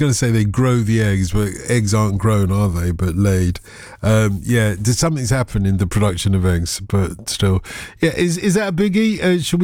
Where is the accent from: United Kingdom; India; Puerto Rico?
United Kingdom; London; I grew up in Tottenham